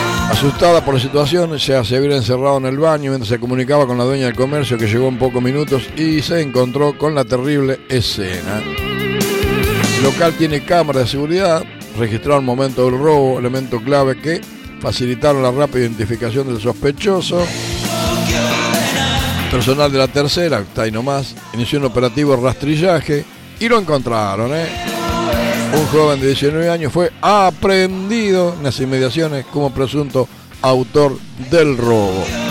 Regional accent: Acevedo, Buenos Aires Province, Argentina; orgullo de mi pueblo

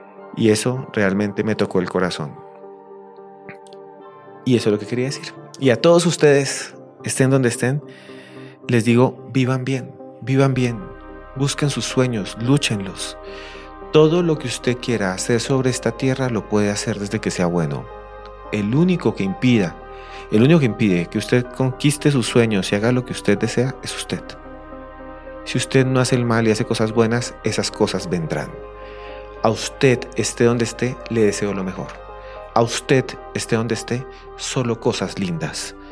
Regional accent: Bogotá, Bogotá Capital District, Colombia; Hace algunos años estaba yo caminando por Bogotá, yo soy de Bogotá, y caminaba por la calle

